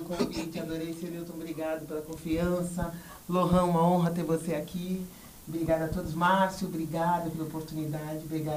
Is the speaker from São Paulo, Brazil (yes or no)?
yes; Santos, São Paulo, Brazil; now in Itatiba, Brazil; eu sou de Santos.